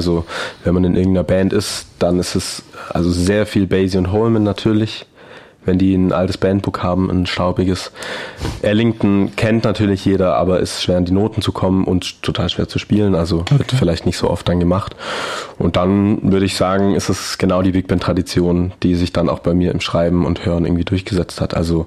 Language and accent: German; Hechingen, Baden-Württemberg, Germany; ich komme ja aus dem Zollernalbkreis, aus Hechingen